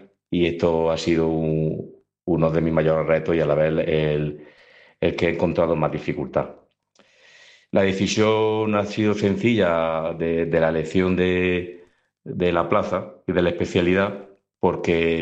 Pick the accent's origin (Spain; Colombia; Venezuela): Spain; Jaén, Andalusia; moved away; also born or lived in Córdoba / Almería; Yo tengo 47 años, nací en Córdoba y me crié en Jaén. Aunque bueno, he vivido también parte de mi vida en Almería.